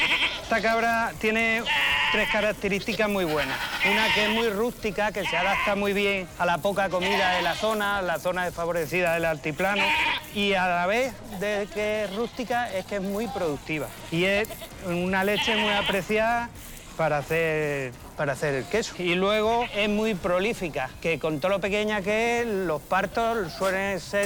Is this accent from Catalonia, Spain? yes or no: no; Yecla, Region of Murcia, Spain; Los de Yecla somos extranjeros. Nos han conocido siempre por los extranjeros. Porque estamos aquí en una zona limítrofe que ni somos manchegos, ni murcianos, ni valencianos. A ver, pertenecemos a Murcia, a la región murciana